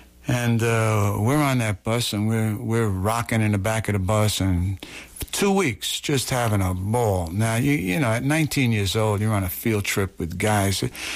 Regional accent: New York City, New York, United States; here I am from Little Italy in the Bronx.

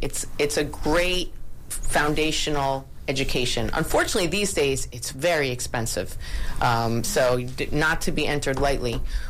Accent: Massapequa, New York, United States; moved away as an adult; also born or lived in Bronx, New York / Manhattan, New York; now in Manhasset, United States; I grew up in Massapequa. I was born in the Bronx, and my father had a law partner who said, hey, people are moving out to Massapequa. So we moved there when I was two

